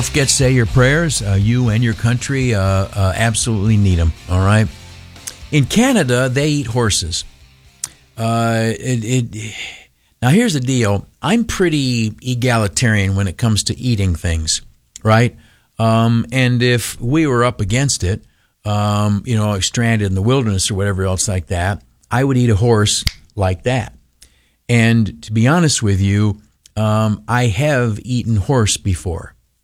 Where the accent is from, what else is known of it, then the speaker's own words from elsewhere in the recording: United States; I am an American.